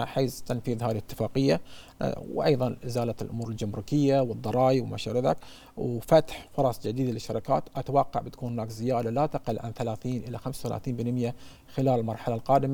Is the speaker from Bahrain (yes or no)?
yes; Bahrain; عندنا في البحرين